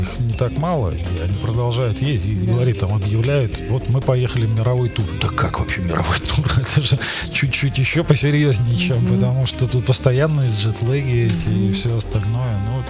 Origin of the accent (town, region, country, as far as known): Russia